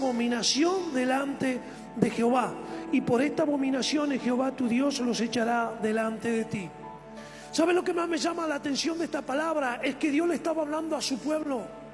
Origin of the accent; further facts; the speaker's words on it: Centenario, Neuquén, Argentina; yo soy nacido en Centenario, allí en Neuquén, provincia de Neuquén.